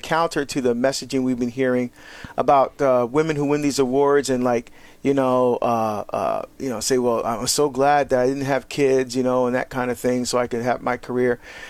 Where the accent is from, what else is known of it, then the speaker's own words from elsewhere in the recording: Barbados; born there; you know, we're from Barbados. That's where I was born, but she went to nursing school in England.